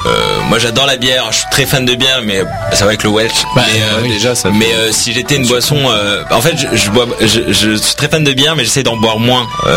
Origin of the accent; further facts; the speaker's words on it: Île-de-France, France; also born or lived in Picardy; Moi, je suis picard. Je suis né en Picardie. J'ai grandi dans l'île de France